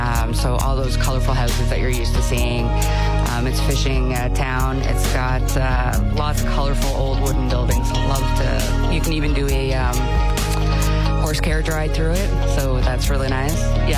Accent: Trois-Rivières, Quebec, Canada; born there; Yeah, I was born in Trois-Rivières, so French-Canadian. Mm-hmm. But I moved across Canada, so I lived west to east.

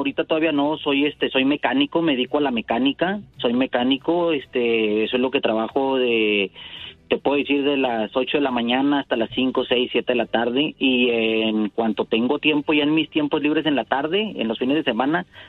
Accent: Ciudad Juárez, Chihuahua, Mexico; now in Arizona, United States; soy de Ciudad Juárez, Chihuahua, y pues radico en Arizona.

